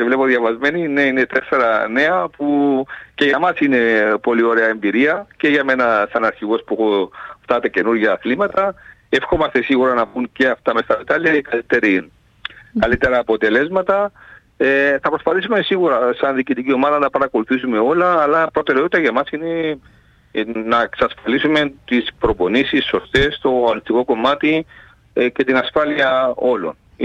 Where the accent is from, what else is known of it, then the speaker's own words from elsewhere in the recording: Cyprus; είμαστε μια χώρα, μια πατρίδα, η οποία είναι με τον Τούρκο εισβολέα, έτσι μια χώρα μικρή και σκλαβωμένοι κατά το ίμιση.